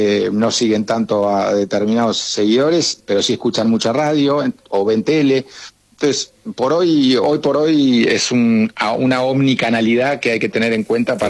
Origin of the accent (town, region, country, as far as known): Argentina